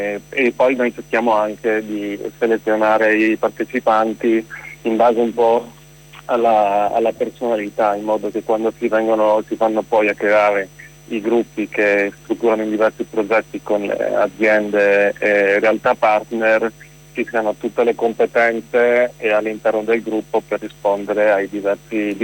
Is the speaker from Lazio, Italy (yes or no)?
no; Friuli-Venezia Giulia, Italy; E siccome anche sono sempre stato fuori regione, sono friulano, dopo la fine delle superiori sono stato parecchio in giro